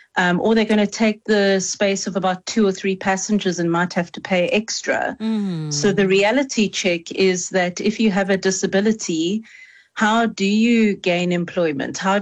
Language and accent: English; East London, Eastern Cape, South Africa; now in Cape Town, South Africa; even though I'm phoning in from Cape Town, I am a born and bred East Londoner.